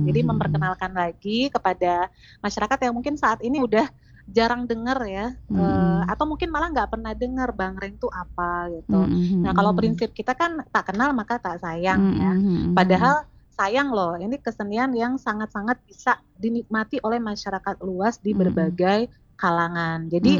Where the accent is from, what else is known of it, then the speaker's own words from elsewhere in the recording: West Java, Indonesia; karena ini kan salah satu jati diri kita ya sebagai warga Jawa Barat gitu, sebagai